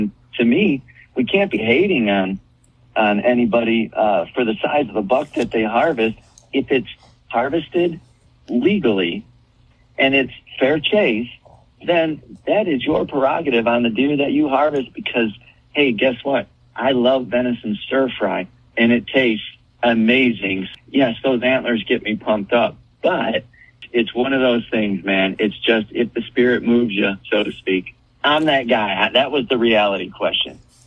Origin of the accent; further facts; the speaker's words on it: Michigan, United States; I'm a Michigan guy, born and raised in Michigan.